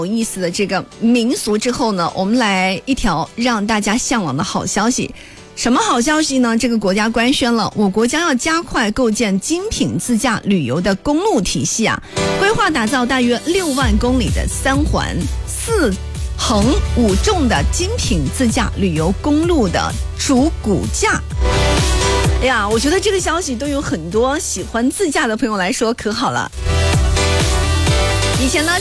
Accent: Guangdong, China; 咱们广东人过节主打一个看天吃饭

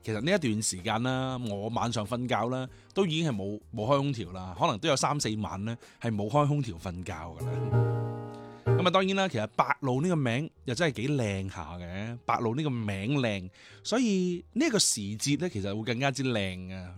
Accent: Guangdong, China; 离开我哋广东，我哋广东人

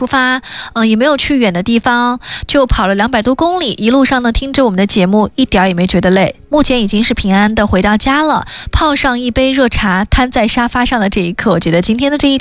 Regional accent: Xinjiang, China; 继续跟大家唠一下属于咱们新疆人的家常吧。

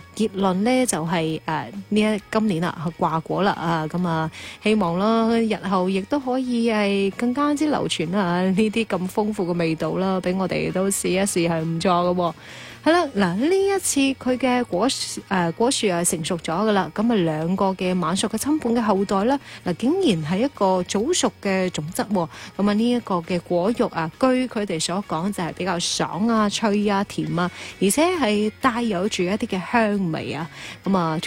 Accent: Guangdong, China; 我哋广东人中意饮嘅凉茶啦。

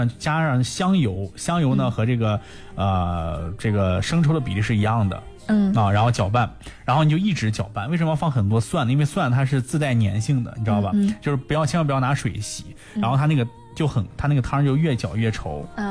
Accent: northern China, China; 作为北方人来说的话

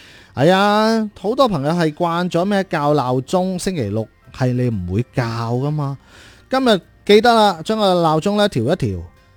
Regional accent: Zhaoqing, Guangdong, China; 咁作为自己有我哋肇庆人

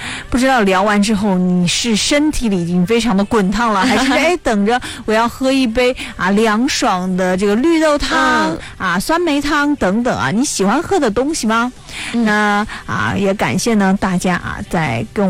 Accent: Chongqing, China; 也是咱们重庆人独有的这些消暑方式

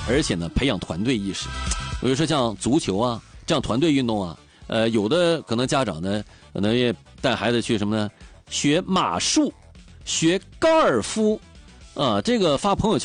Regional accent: Dalian, Liaoning, China; 像我们大连人一样啊，就是每个人都要踢球，每个人都懂球

